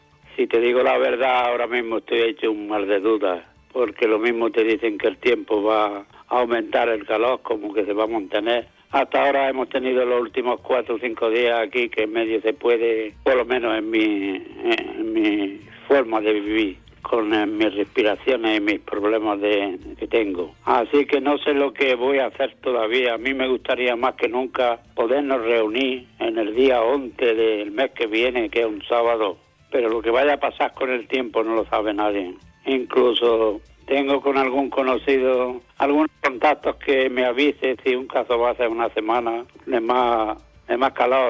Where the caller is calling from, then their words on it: Almuñécar, Andalusia, Spain; de Almuñécar